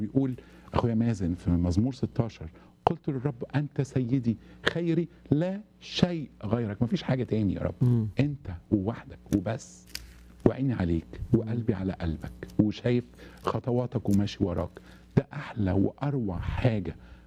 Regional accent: Egypt; عندنا في مصر

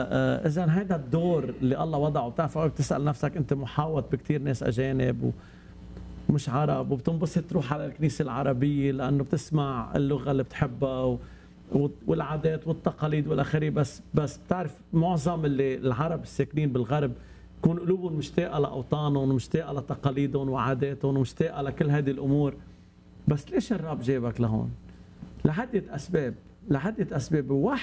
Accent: Lebanon; أنا كلبناني إذا بدي أحضر تلفزيون

